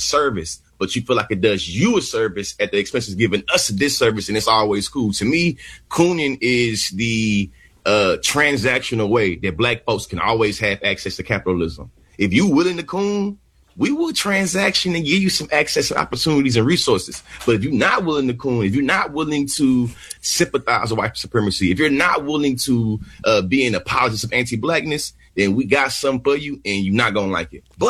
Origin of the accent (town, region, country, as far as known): the South, United States